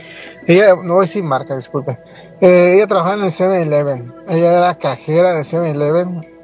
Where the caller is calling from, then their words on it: Las Vegas, Nevada, United States; Hola Gina, Nacho, soy yo … de Las Vegas de nuevo.